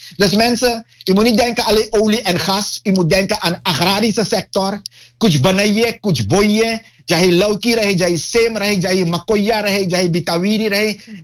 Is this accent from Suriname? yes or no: yes; Suriname; now in Netherlands; en als ik zeg van ik ben Surinamer, dan lijkt het alsof ik een Surinaams paspoort heb.